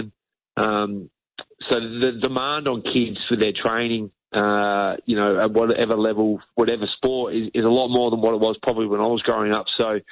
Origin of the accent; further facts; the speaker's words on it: Adelaide, South Australia, Australia; I grew up in Adelaide, being a basketball family. Went to all the Sixers games.